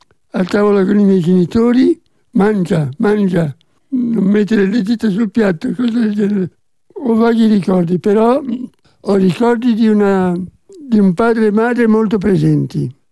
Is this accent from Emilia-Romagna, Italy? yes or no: no; Genoa, Liguria, Italy; moved away; also born or lived in Tuscany; In Toscana sono solamente nato, vivevamo a Genova. La mia prima giovinezza fino al liceo stavamo a Genova, dove papà lavorava.